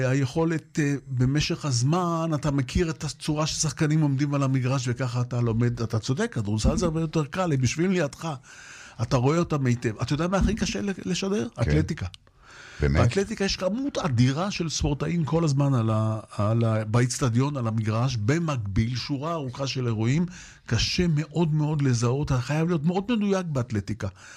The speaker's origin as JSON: {"language": "Hebrew", "town": "Tel Aviv-Yafo", "region": "Tel Aviv District", "country": "Israel", "tie": "born or raised there", "said": "אני גדלתי ביפו."}